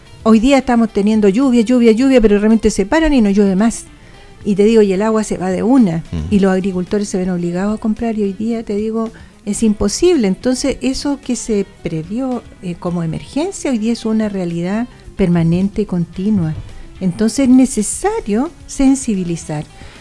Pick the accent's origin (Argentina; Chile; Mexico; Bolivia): Chile; somos todos chilenos